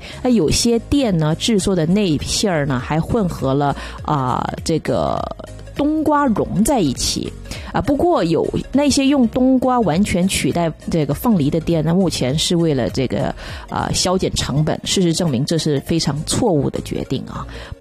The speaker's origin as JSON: {"language": "Chinese", "region": "Guangdong", "country": "China", "said": "就是蚝仔烙，我们广东人说的。"}